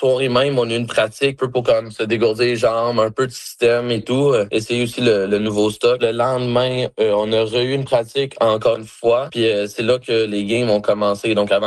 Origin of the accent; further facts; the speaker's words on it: Quebec, Canada; Des fois, en tant que Québécois, c'est moins facile de s'intégrer au groupe